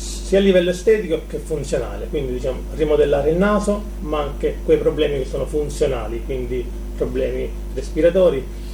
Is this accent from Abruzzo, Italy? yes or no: yes; Giulianova, Abruzzo, Italy; now in Rome, Italy; Da, io vivo e lavoro a Roma, ma sono nato e cresciuto qui a Giulianova, quindi per me diciamo che è un onore stare qui, ecco.